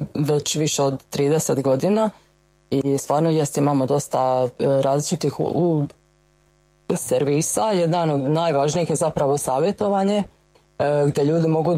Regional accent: Šibenik, Šibenik-Knin County, Croatia; moved away as an adult; also born or lived in Zagreb; now in Sydney, Australia; Ja sam inače iz Šibenika, a onda sam otišla studirati na Filozofski fakultet psihologije u Zagrebu, gdje sam to završila i počela raditi. I onda, eto, igrom slučaja zaljubila se u Sarajliju i odlučila krenuti za njim u Sydney i doći u Australiju

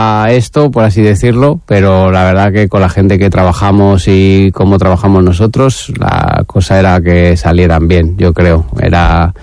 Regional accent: León, Castile and León, Spain; moved away as an adult; now in Burgos, Spain; Yo soy de León, uh-huh, soy cazurro

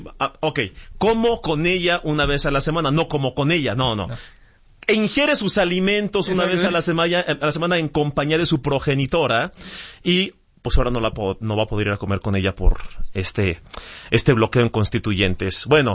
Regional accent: Morelia, Michoacán, Mexico; Es que soy provinciano, perdónenme, soy de Morelia. Para mí, 12 minutos esperando en un crucero ya es el infierno.

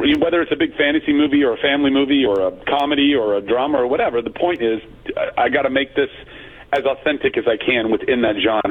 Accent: United States; I might have been the only American actor they saw

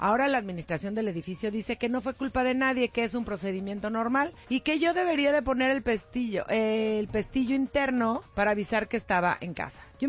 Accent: Mexico City, Mexico; Pero es que yo sí crecí en la Ciudad de México, muchachos, ¿cómo les explico?

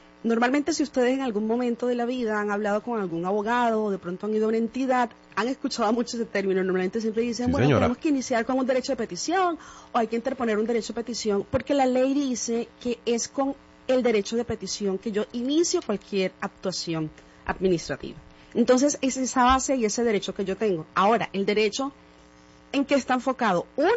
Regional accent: Sincelejo, Sucre, Colombia; el pregrado lo estudié acá en Sincelejo, en mi ciudad natal

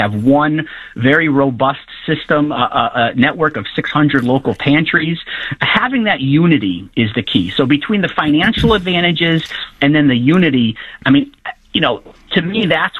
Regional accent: Connecticut, United States; I'm from Connecticut. We live in Connecticut.

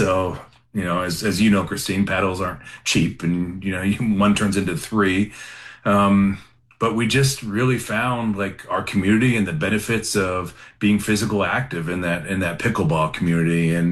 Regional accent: California, United States; now in Camp Hill, United States; I'm from Southern California

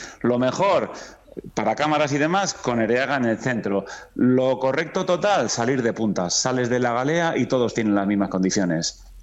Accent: Basque Country, Spain; born there

